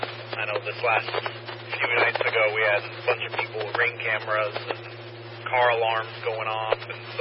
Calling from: San Marcos, Texas, United States; I know where I live, I'm in San Marcos, kind of in between, well, South San Marcos, almost into New Braunfels.

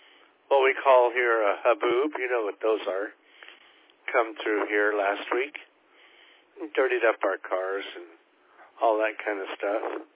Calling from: Mesa, Arizona, United States

